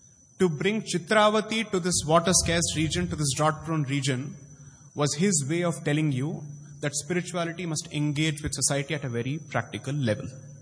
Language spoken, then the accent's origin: English; Delhi, India; and I come from Delhi, for the last 17 years it's been my home